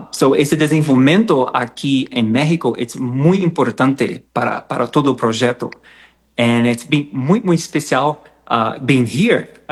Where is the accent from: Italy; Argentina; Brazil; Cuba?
Brazil; Spanish is a second language; Soy brasileño. Yo crecí asistiendo a telenovelas uh-huh. brasileñas, telenovelas mexicanas.